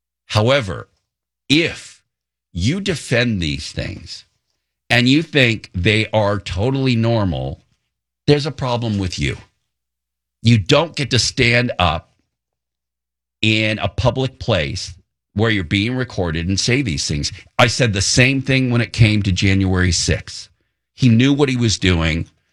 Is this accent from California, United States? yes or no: yes; Ventura County, California, United States; now in San Diego, United States; Growing up in Ventura County on the border